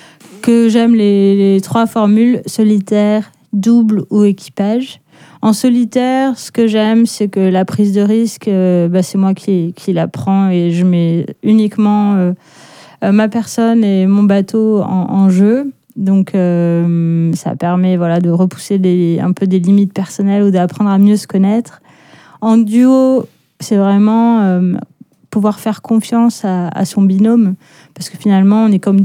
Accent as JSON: {"language": "French", "town": "Antibes", "region": "Provence-Alpes-Côte d'Azur", "country": "France", "tie": "born or raised there", "also_born_or_lived": "Paris"}